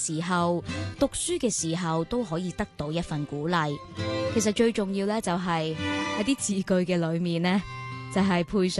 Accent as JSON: {"language": "Cantonese", "country": "Hong Kong", "said": "我哋香港人"}